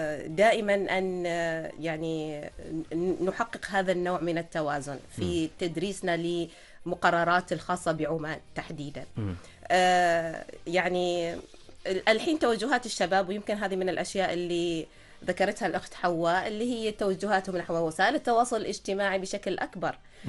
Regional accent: Oman; نلاحظ أن إحنا كعمانيين نشعر بالفخر أن إحنا معانا تاريخ.

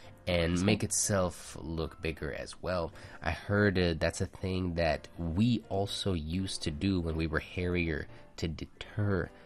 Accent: Philippines; I'm Filipino.

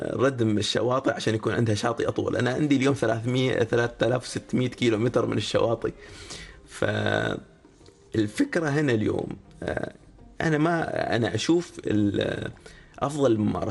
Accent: Oman; على هويتي أنا كعماني

